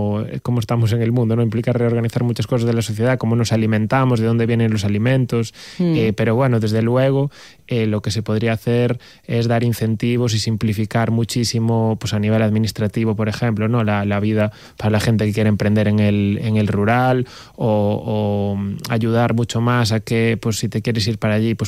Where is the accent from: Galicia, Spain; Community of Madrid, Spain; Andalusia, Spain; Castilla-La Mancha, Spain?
Galicia, Spain; Baio; yo soy de un pueblo que es Baio, la Costa de la Morte, en la otra punta de Galicia